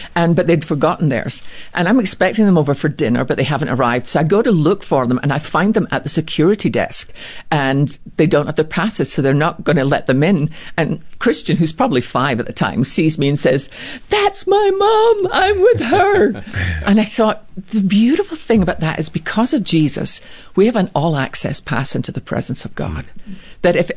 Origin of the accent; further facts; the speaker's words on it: Scotland, United Kingdom; Because we're Scottish, we just get on with life.